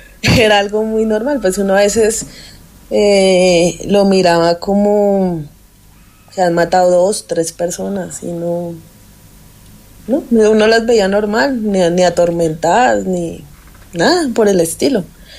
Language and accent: Spanish; Bogotá, Colombia; Yo que soy rola.